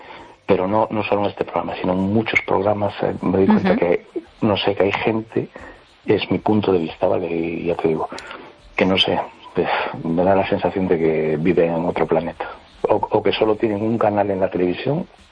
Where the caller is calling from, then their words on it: A Coruña, Galicia, Spain; de Coruña.